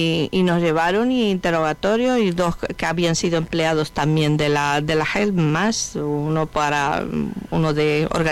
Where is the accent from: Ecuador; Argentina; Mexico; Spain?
Spain; Además, yo soy también española, entonces para mí